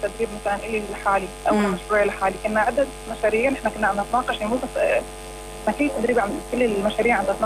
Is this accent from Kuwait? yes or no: no; Syria; إحنا كشباب سوري